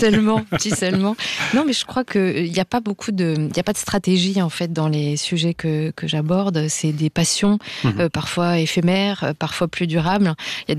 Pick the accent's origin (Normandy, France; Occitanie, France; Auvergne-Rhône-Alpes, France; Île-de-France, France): Auvergne-Rhône-Alpes, France; je m'attendais pas à éprouver autant d'amour pour ma région natale en écrivant sur elle